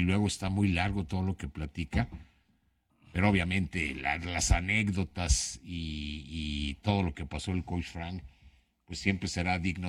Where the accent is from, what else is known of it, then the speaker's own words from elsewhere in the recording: Mexico City, Mexico; Y aunque como buen chilango debería de tenerlo yo, pues casi casi por herencia el mano y el manito